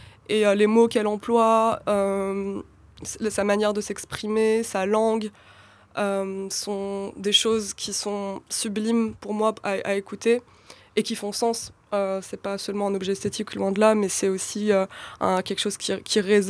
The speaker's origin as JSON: {"language": "French", "country": "Algeria", "tie": "born or raised there"}